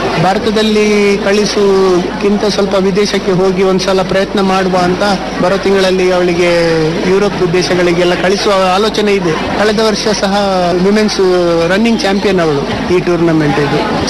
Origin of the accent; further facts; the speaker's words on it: Mangalore, Karnataka, India; ನಾನು ಮಂಗಳೂರಿಂದ ಬಂದಿದ್ದೀನಿ.